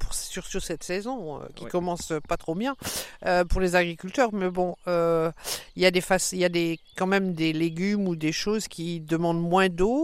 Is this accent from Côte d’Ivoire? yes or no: no; Hauts-de-France, France; Parce que moi je viens du Nord, hein, les binges.